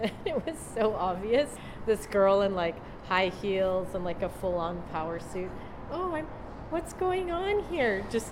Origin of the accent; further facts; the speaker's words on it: Calgary, Alberta, Canada; moved away as an adult; because I didn't know anyone, because I was from Calgary.